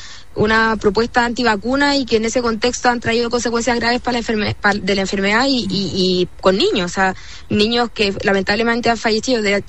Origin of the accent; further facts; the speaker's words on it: Chile; no estamos acostumbrados como chilenos a enfrentar